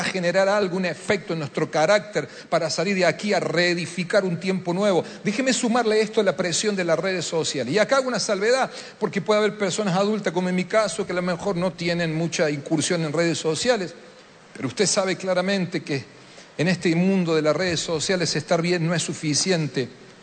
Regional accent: Argentina; Me tocó a mí decírtelo, perdón. Vengo de Argentina a decírtelo, no es lo mismo.

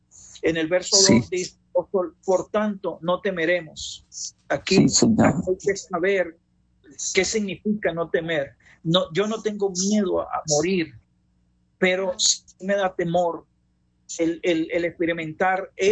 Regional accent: Venezuela; nosotros como venezolanos estamos creciendo en el carácter

